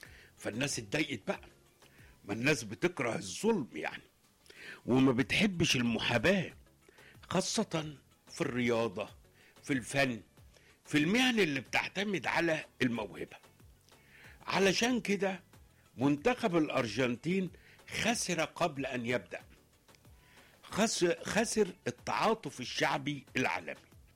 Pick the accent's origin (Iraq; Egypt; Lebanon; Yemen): Egypt; فرحتي كمصري ان الارجنتين منتخبنا الوطني هو الوحيد اللي جاب فيهم 3 اهداف.